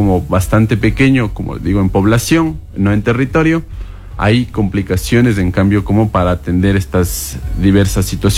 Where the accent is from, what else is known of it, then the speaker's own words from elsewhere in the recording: Cotacachi, Imbabura, Ecuador; todos como cotacacheños, como ciudadanos ecuatorianos